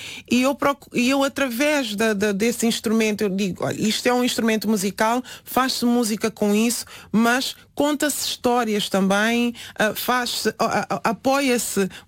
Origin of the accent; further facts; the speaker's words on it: Bissau, Guinea-Bissau; moved away; Eu que cresci em Bissau a ouvir … é claro que com raiz.